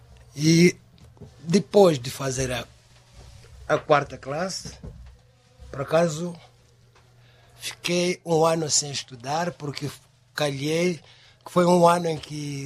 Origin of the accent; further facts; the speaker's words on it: Cuamba, Niassa, Mozambique; A minha infância. Bom, a minha infância foi mais vivida em Kwamba. Por isso que até muita gente pensa que nós somos naturais de Kwamba.